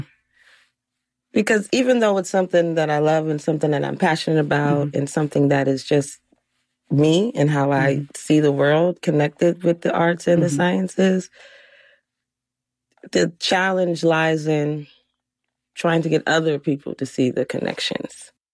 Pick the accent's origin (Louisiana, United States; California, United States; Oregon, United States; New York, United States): New York, United States; born or raised there